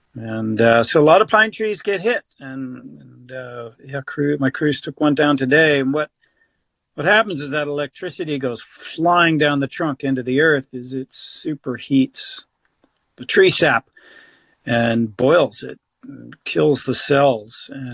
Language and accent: English; Texas, United States; moved away; A tree I grew up with in Texas